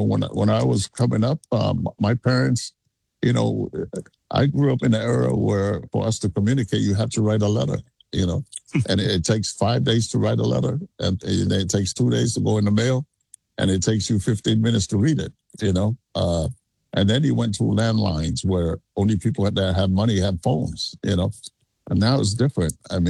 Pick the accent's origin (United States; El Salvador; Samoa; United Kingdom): Samoa; Tuamua; a lot of people thought I was born in Texas. They don't know I came from Tuamua.